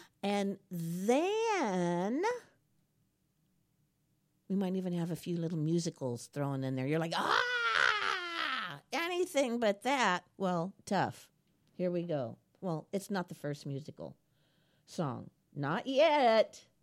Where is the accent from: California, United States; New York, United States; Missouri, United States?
California, United States; now in Champaign-Urbana, United States; I'm from California.